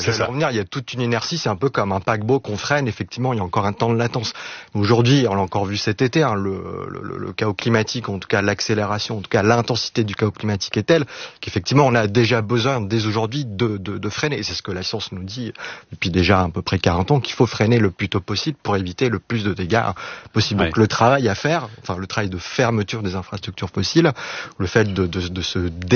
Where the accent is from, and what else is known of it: France